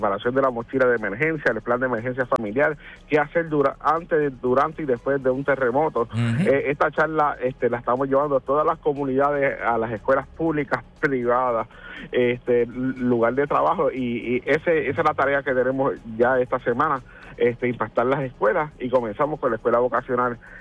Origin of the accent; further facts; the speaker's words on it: Puerto Rico; como puertorriqueños que vivimos en esta isla tropical